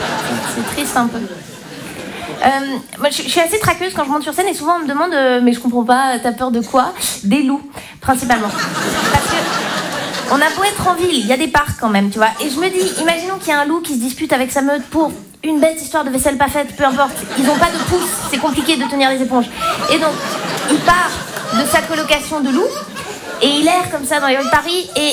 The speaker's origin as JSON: {"language": "French", "country": "Switzerland", "said": "Moi, je suis Suisse. Et moi, c'est Et donc, comme je viens pas d'ici"}